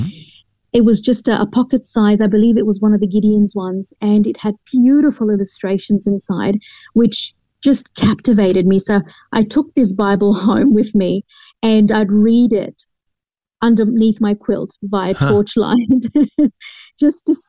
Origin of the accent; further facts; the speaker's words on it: England, United Kingdom; born there; and then moved across to England, where my father pursued law, and that's where I was born.